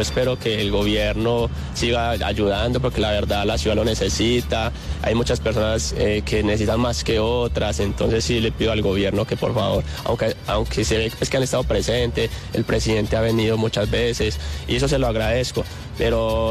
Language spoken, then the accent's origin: Spanish; Colombia; somos Colombia.